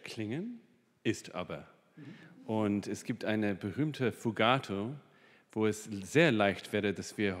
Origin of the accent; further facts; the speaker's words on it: England, United Kingdom; Ich bin Engländer.